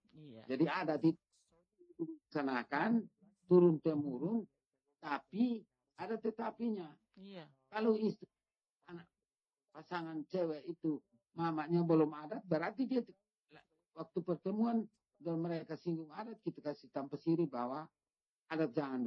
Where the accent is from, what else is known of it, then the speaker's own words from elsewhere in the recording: East Nusa Tenggara, Indonesia; kalau tradisi saya kan orang Hamanuban, jadi saya tidak boleh minta adat lebih dari istri saya.